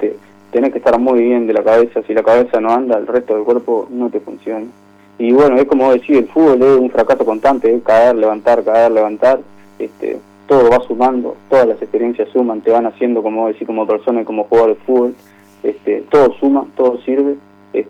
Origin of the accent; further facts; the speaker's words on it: Montevideo, Uruguay; yo nací en Montevideo, mi madre es de Montevideo, y tenemos la casa ya nuestra donde yo viví siempre.